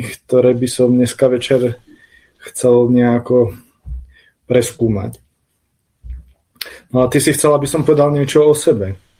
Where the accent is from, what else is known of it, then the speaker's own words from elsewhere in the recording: Martin, Žilina Region, Slovakia; Takže som nabehol do Slovenskej národnej knižnice v Martine, pretože ja som z Martina.